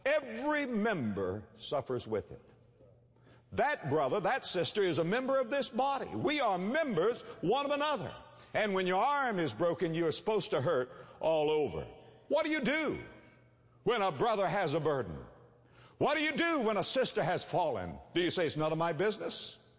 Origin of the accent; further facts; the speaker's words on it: West Palm Beach, Florida, United States; I was raised in West Palm Beach, Florida. One of the things that we love to do in the wintertime, my brother and I, was to collect coconuts and sell them to the Yankees.